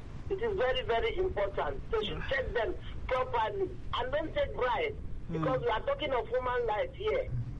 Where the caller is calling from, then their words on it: Ibeju-Lekki, Lagos, Nigeria; I'm calling from Ibejuleki.